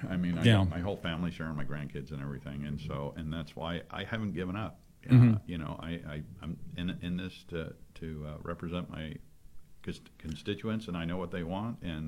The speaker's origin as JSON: {"language": "English", "region": "California", "country": "United States"}